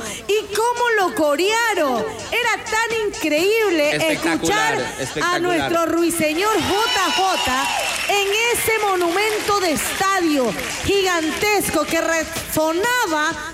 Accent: Ecuador; somos ecuatorianos, somos curtidos.

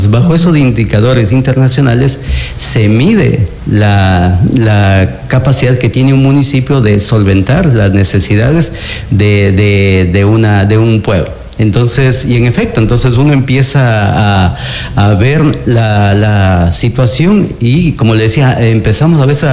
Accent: Riobamba, Chimborazo, Ecuador; now in La Libertad, Ecuador; una señora de mi tierra, también de la ciudad de Riobamba

